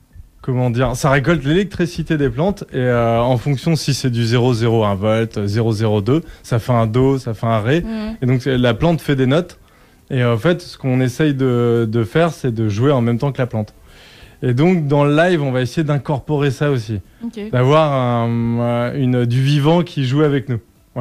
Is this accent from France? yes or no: yes; France; Parce que je suis français.